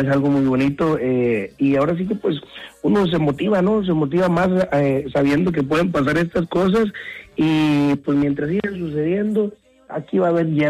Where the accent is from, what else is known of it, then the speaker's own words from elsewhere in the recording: Sinaloa, Mexico; born there; moved away; also born or lived in Michoacán; yo vivía en Sinaloa por la cuestión de que mi familia allá es, ¿no? La familia con la que yo crecí y de mi mamá, de allá son de Sinaloa. Yo soy nacido en Michoacán gracias a mi papá.